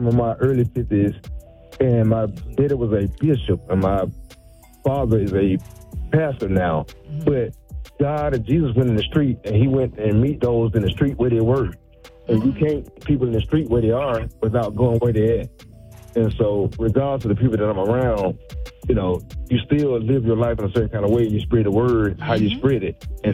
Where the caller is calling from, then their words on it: Fayetteville, North Carolina, United States; also born or lived in Durham; I'm actually calling from Fayetteville at the moment, but I used to live in Durham, but I'm in Fayetteville.